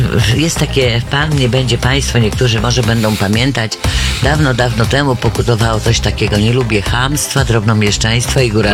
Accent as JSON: {"language": "Polish", "region": "Świętokrzyskie Voivodeship", "country": "Poland", "accent": "Świętokrzyskie dialect (gwara świętokrzyska)"}